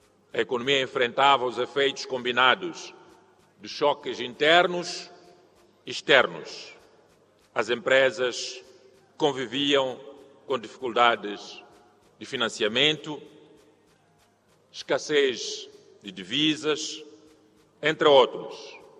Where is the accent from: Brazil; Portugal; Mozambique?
Mozambique; Nós, como moçambicanos, juntos, nesta conferência anual do setor privado, temos que decidir se seremos meros espectadores destas transformações globais ou seremos protagonistas do nosso próprio desenvolvimento.